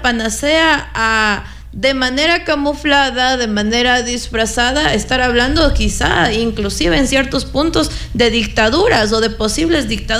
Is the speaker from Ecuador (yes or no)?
yes; Ecuador